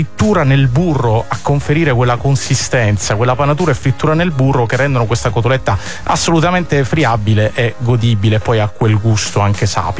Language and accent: Italian; Sicily, Italy; questo lo dico da siciliano